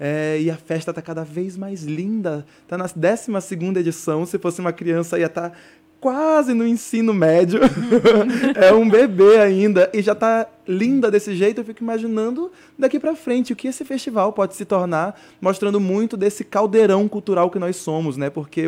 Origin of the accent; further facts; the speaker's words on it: Amazonas, Brazil; moved away as an adult; Depois que eu saí do Amazonas, eu me entendi muito mais amazonense.